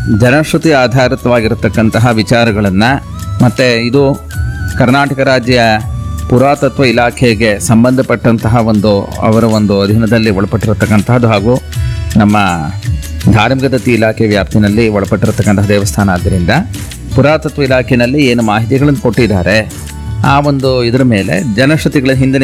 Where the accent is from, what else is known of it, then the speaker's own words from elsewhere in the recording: Mysuru district, Karnataka, India; now in Mysuru, India; ಇಲ್ಲೇ ಶ್ರೀಕೋಟೆ ತಾಲೂಕಿನ ಕೇಬಳತೂರು ಗ್ರಾಮದವರು. ಇರೋದಿವ ವಾಸ ಮೈಸೂರಿನಲ್ಲಿ.